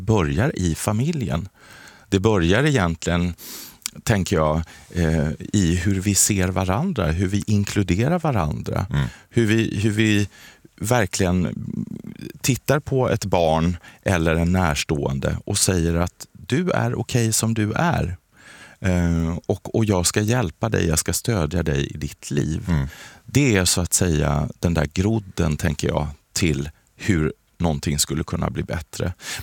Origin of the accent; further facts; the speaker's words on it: Kalmar, Kalmar County, Sweden; jag spelade teater, jag kom ju från Kalmar från början. Där fanns det amatörteater.